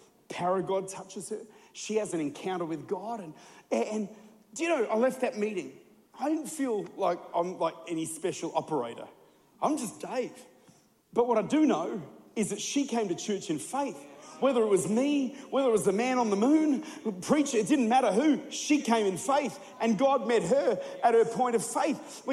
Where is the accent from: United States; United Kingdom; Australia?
Australia; South Australia; I'm Australian, which basically means I was British